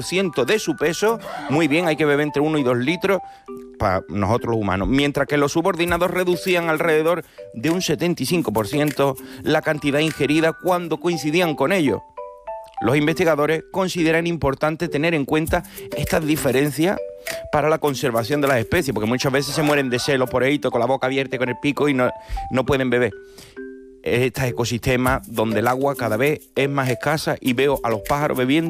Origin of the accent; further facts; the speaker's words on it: Cádiz, Andalusia, Spain; Yo no estudié en la Universidad de Cádiz, soy de Cádiz, pero no de la universidad.